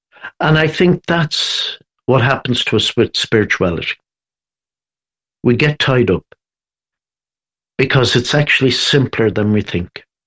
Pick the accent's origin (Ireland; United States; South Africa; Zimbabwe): Ireland; Dublin, Leinster; born or raised there